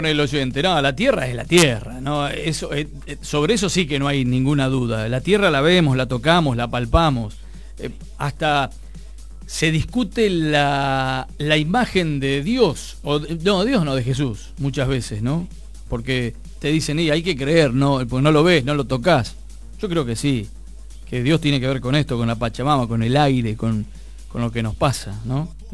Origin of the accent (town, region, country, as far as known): Argentina